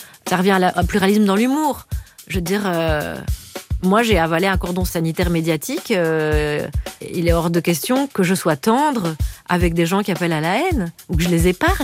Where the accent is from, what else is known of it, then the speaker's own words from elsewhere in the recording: Belgium; Je dis « on », vous voyez, parce que je suis belge